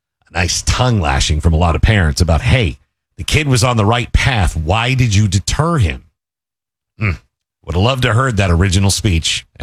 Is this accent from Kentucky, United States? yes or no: yes; Louisville, Kentucky, United States; right around my hometown of Louisville, Kentucky